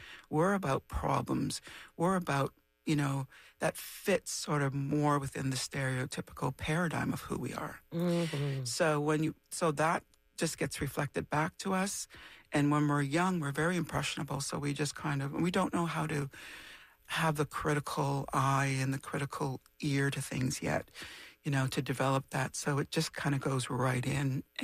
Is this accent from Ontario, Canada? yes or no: yes; Temagami, Ontario, Canada; born or raised there